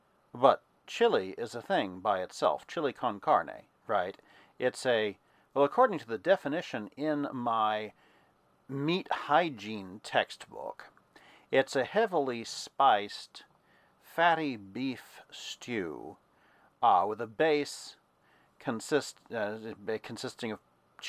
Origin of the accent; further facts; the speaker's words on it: Texas, United States; as a Texan